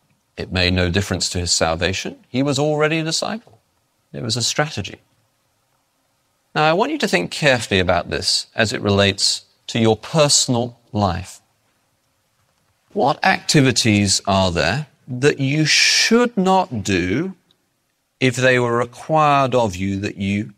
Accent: England, United Kingdom

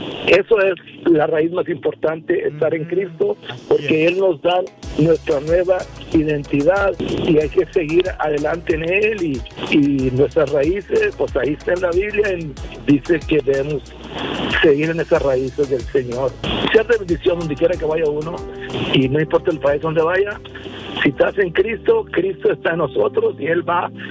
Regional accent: Mexico; Yo como mexicano, es muy bueno no olvidarnos de nuestra cultura, nuestras buenas raíces.

